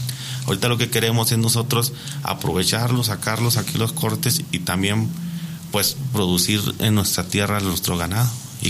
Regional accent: Guadalupe Victoria, Durango, Mexico; Nosotros somos de Guadalupe, Victoria, Durango. Dice en la región de los Llanos. Allá pues más que nada es una región agricultora.

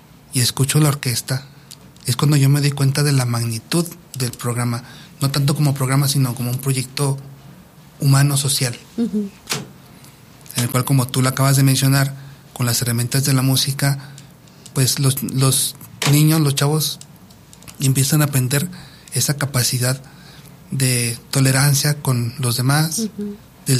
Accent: Durango, Mexico; moved away as an adult; also born or lived in Sion, Switzerland / Puebla, Mexico; ya es en el año del 2009, cuando yo regreso a Durango. Por cuestiones médicas, ya no me es posible regresar a la ciudad de Puebla después de haber hecho el debut con la orquesta de los niños. Y ya me quedé aquí.

